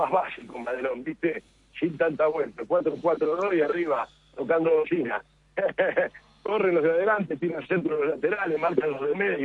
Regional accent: La Plata, Buenos Aires Province, Argentina; nosotros somos platenses, muy pincharrata.

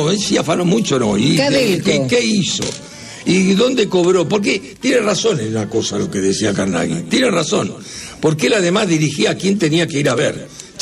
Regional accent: Argentina; somos geniales, somos espectaculares, somos argentinos

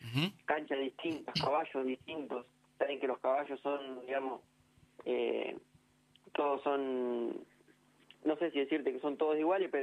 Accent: Carmen de Areco, Buenos Aires Province, Argentina; Sí. Tenemos buena gente y tenemos hoy en día gente que viene mucho a correr para este lado y nos deja bien parados.

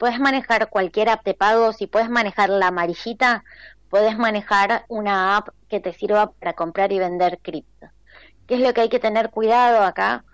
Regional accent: Argentina; de eso sabemos un montón en Argentina

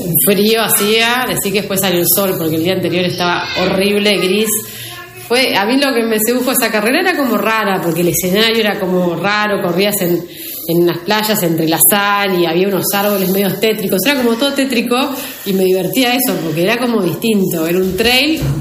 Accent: Buenos Aires, Argentina; moved away as an adult; now in Bolívar, Argentina; yo soy de Capital, nací allá y criada allá, y hace 15 años más o menos vivo acá en Bolívar.

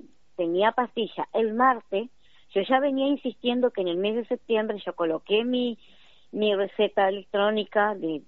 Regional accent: Conscripto Bernardi, Entre Ríos, Argentina; born there; moved away as an adult; now in Federal, Argentina; soy de …, como usted dijo, yo nací en Concepto Bernardi, pero hace 17 años estoy trabajando acá en la ciudad de Federal, como docente

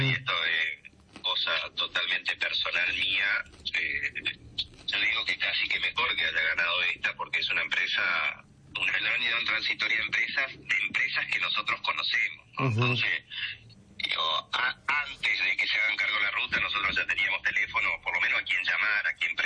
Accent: Colón, Entre Ríos, Argentina; Bueno, pues yo soy de Colón, así que no te puedo responder.

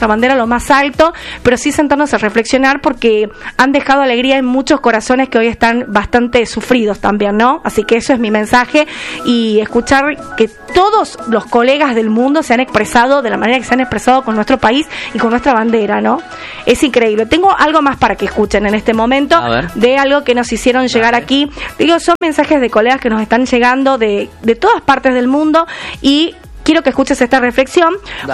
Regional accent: Argentina

